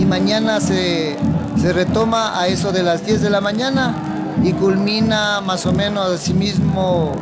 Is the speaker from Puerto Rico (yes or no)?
no; Ecuador; esto nos identifica como ecuatorianos.